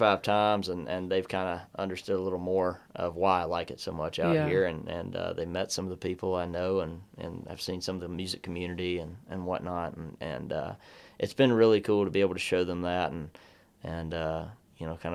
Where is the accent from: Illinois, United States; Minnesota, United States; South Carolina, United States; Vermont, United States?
South Carolina, United States; born or raised there